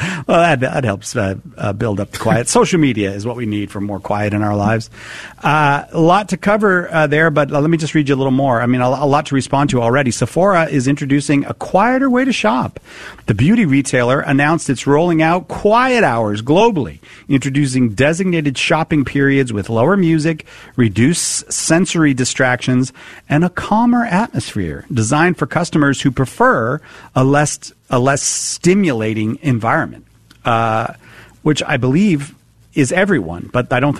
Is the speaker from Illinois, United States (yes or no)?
no; Boston, Massachusetts, United States; See, I'm from Boston. Wicked means something different to us.